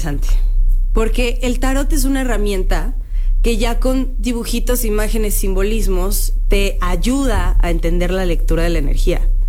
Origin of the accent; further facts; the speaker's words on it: Mexico City, Mexico; Perdón, una que es del norte. No es cierto, soy de la Roma.